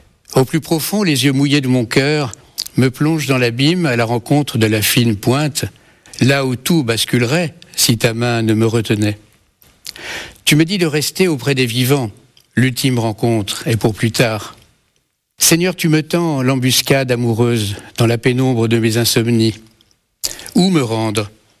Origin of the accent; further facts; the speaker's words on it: Toulouse, Occitanie, France; born there; si je suis né à Toulouse, c'est pour cela.